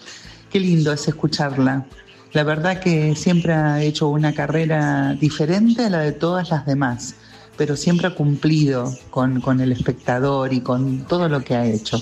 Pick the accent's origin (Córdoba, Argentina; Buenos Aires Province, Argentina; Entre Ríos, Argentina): Buenos Aires Province, Argentina; San Andrés de Giles; de San Andrés de Giles.